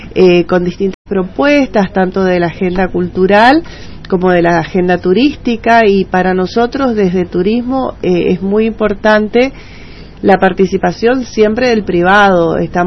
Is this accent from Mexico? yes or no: no; Chaco, Argentina; el argentino y el chaqueño particularmente somos latinos